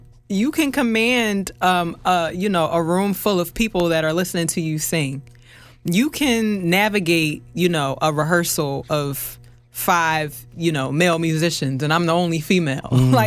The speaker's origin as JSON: {"language": "English", "town": "Philadelphia", "region": "Pennsylvania", "country": "United States", "said": "because we are from Philadelphia"}